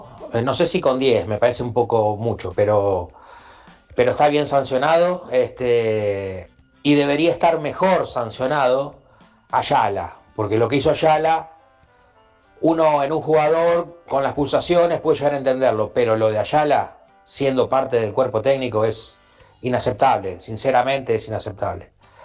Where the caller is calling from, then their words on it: Ramos Mejía, Buenos Aires Province, Argentina; de Ramos.